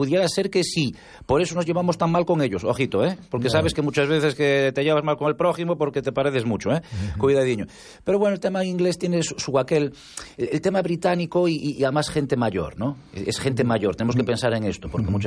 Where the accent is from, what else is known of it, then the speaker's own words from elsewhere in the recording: A Coruña, Galicia, Spain; somos una ciudad maravillosa